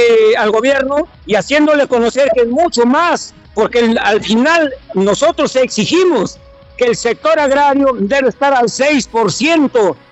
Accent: Peru; lo que exigimos los agricultores del Perú

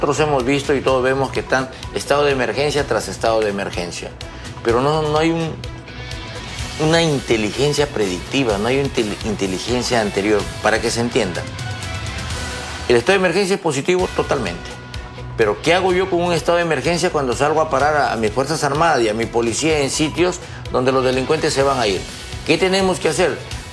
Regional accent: Peru

